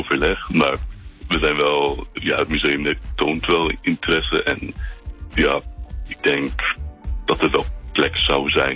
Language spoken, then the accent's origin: Dutch; Luxembourg; ik ben opgegroeid in Luxemburg.